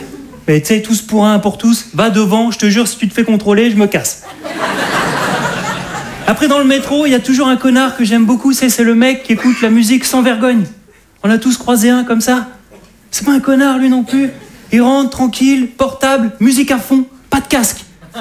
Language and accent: French; Hauts-de-France, France; je suis un ch'ti.